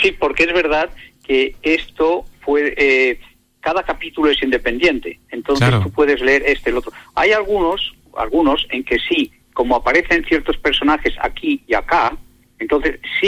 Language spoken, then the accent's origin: Spanish; Fuente el Sol, Castile and León, Spain; also born or lived in United States; now in Medina del Campo, Spain; soy un inmigrante en Medina porque yo vengo de un pueblo muy pequeño cerca de Medina, de Fuente del Sol.